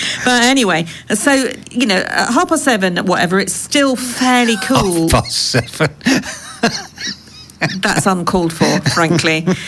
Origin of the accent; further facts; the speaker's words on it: United Kingdom; moved away as an adult; now in Crete, Greece; I'm not just being a lily-livered Brit here.